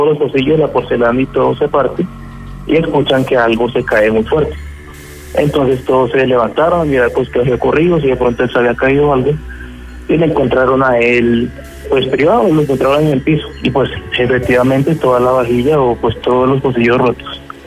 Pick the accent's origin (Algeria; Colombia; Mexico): Colombia; Caribbean Region; yo también soy costeño